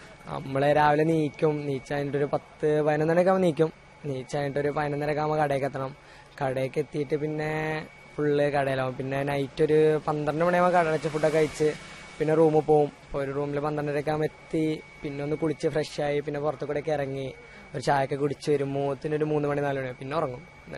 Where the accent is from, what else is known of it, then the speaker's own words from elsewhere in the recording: Nilambur, Kerala, India; now in Kochi, India; Nilambur.